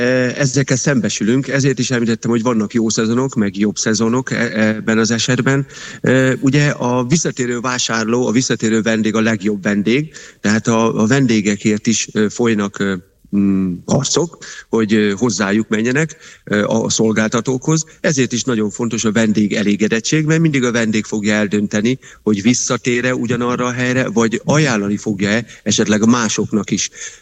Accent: Lake Balaton area, Hungary; Én ugye a Balatonra születtem, balatoni gyerek vagyok, tehát 56 éve itt élhetek

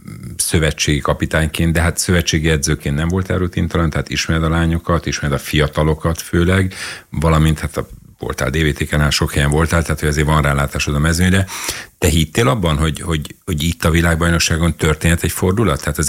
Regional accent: Budapest, Hungary; Budán nőttem föl

